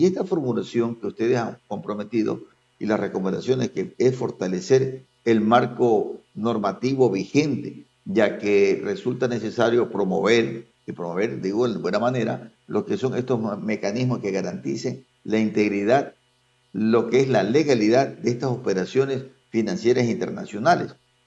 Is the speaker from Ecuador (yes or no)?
yes; Ecuador; como ecuatorianos, porque tenemos una moneda, el dólar.